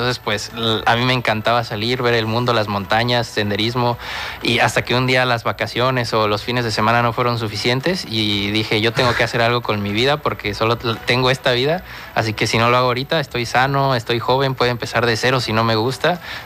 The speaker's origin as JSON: {"language": "Spanish", "region": "San Luis Potosí", "country": "Mexico", "moved": "yes", "said": "yo soy de la ciudad de San Luis Potosí, soy mexicano"}